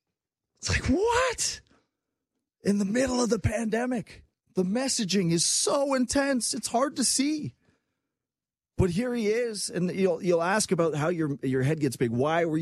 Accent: Canada; as a Canadian

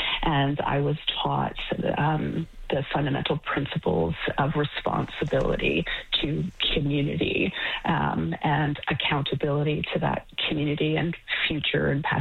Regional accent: British Columbia, Canada

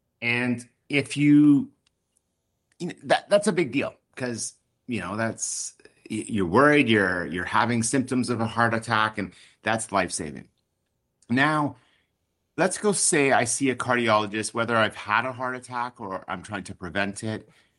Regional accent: Alberta, Canada; I'm from Alberta and a lot of farmers out there

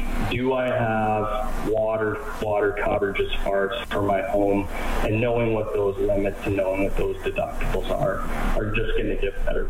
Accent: Red Deer, Alberta, Canada; born or raised there

